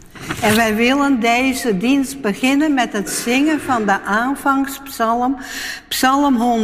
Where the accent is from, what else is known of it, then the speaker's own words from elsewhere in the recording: Baard, Friesland, Netherlands; staat hier … uit Leeuwarden, maar dat is wel de gemeente, maar ik kom uit Baard, wat dus aan de kin van mannen kan hangen.